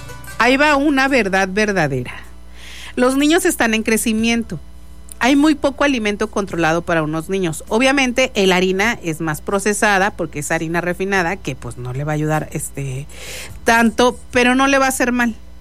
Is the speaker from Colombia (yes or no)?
no; Mexico; Yo sé que somos mexicanos y el huevito es diario